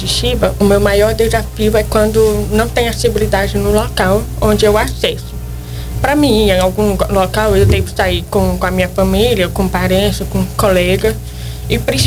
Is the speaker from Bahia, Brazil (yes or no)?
no; Brasília, Federal District, Brazil; eu sou deficiente auditiva desde que eu nasci. Sou de Brasília, do DF, lá de Ceilândia.